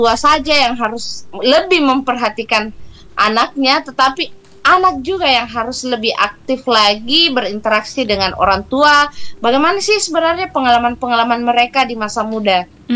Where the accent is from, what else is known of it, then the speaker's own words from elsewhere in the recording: South Sulawesi, Indonesia; Nah, tentu sebagai anak Sulawesi Selatan harus berbangga dong dengan kebudayaan kita, khususnya di seni.